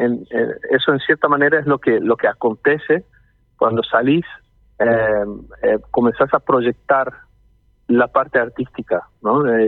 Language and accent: Spanish; Netherlands; Spanish is a second language; porque como saben que yo soy holandés